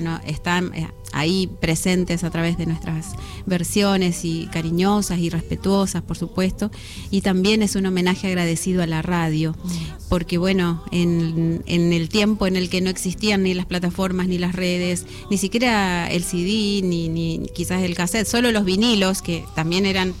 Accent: Reconquista, Santa Fe, Argentina; Sí, sí, soy de Reconquista, la perla del norte santafesino.

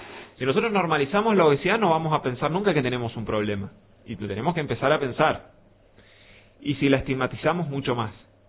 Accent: Argentina

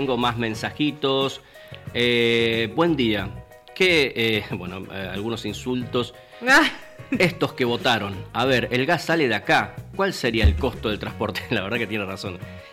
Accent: Argentina

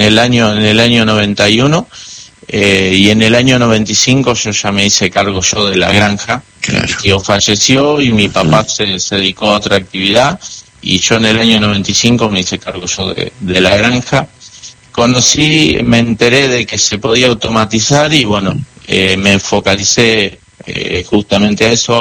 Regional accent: Rivera, Buenos Aires Province, Argentina; born there; moved away as an adult; now in Rolón, Argentina; Yo soy mitad-mitad, yo soy nacido en Rivera, provincia de Buenos Aires, pero bueno, desde el año 2014 que estamos instalados ahí en Rolón

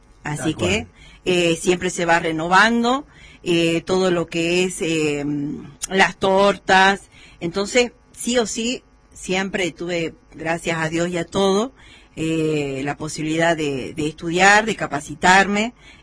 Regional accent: Palpalá, Jujuy, Argentina; soy de Palpalá

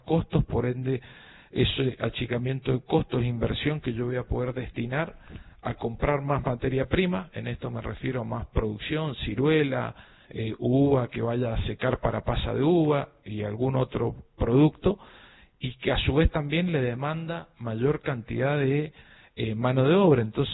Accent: San Rafael, Mendoza, Argentina; todos los que tenemos algún cargo institucional, político, que somos de San Rafael

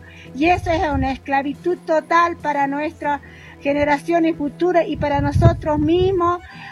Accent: Argentina

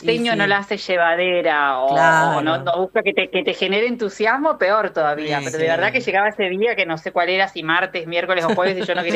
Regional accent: Federal, Entre Ríos, Argentina; Pero nosotros en la Maximio Saba Victoria de Federal Entre Ríos, donde yo nací y me crié, teníamos la campana también al principio.

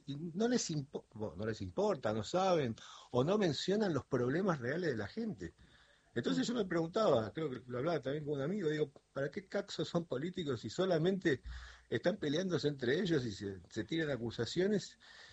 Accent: Argentina; Somos todos el mismo equipo, somos todos argentinos.

